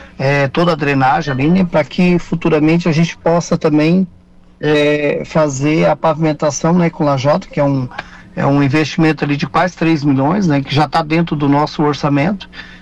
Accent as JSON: {"language": "Portuguese", "town": "Balneário Gaivota", "region": "Santa Catarina", "country": "Brazil", "tie": "born or raised there", "said": "eu sou nascido e criado aqui em Balneário Gaivota"}